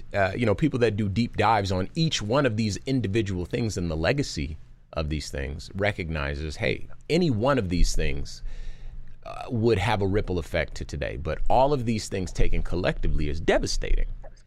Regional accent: Compton, California, United States; So I'm from Compton, California, right?

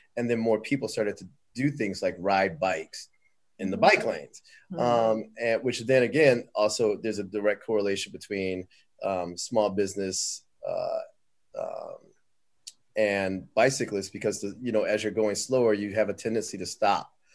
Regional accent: Detroit, Michigan, United States; I'm from Detroit, you know, myself, you know, and so, you know, I can't imagine them putting a bike lane on 7 Mile, for instance.

